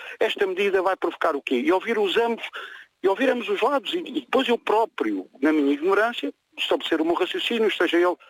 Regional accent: Portugal; porque para mim, enquanto português, é folclore

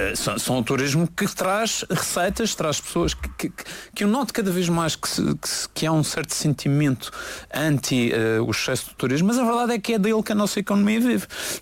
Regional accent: Madeira, Portugal

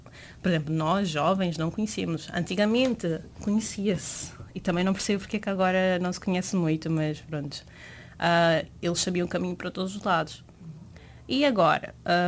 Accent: Guinea-Bissau; moved away as an adult; also born or lived in Portugal; now in Porto, Portugal; eu tenho 24 anos, sou da Guiné-Bissau, nasci aqui, mas fui criada lá. Vim aqui em 2021 para vir estudar

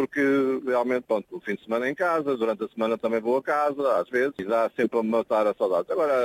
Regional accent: Rabaçal, Guarda, Portugal; also born or lived in Lisbon; now in Sintra, Portugal; A minha aldeia é do Rabassal, já mando para lá um abraço. Conselho de Meda e Distrito da Guarda, mas já estou há 30 e não sei muitos em Lisboa, moro ali ao pé de Sintra.

